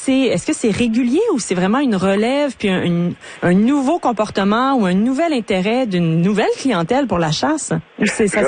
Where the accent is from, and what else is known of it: Quebec, Canada